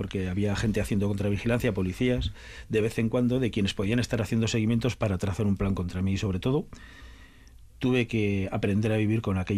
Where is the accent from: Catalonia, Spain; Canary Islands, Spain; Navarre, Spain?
Navarre, Spain; Alsasua; yo soy navarro, soy de Alsasua. Pero cuantitativamente gran parte de mi familia es de Agurain, aunque ahora estén ya casi todos en Vitoria